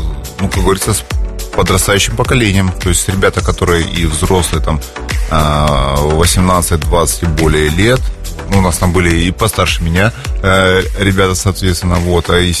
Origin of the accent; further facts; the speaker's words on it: Kharkiv, Kharkiv Oblast, Ukraine; Нет, на самом деле, я родом из Советского Союза, из Украины, из города Харьков.